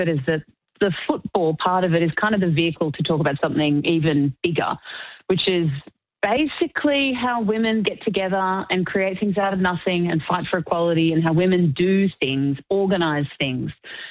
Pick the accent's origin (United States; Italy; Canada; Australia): Australia; Melbourne, Victoria; Although I grew up in Melbourne, I think because I was a woman, because I was a girl, I never actually really thought the AFL was for me.